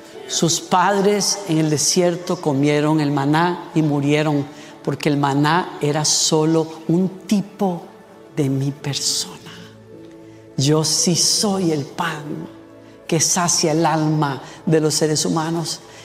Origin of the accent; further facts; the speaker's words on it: Costa Rica; decimos en Costa Rica.